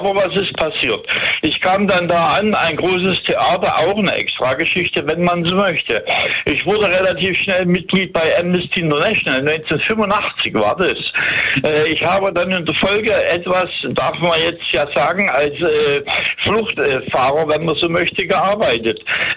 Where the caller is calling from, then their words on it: Langenau, Hesse, Germany; Ich bin jetzt hier in Hessen. In Langenau ist das eine kleine Stadt, bei Frankfurt.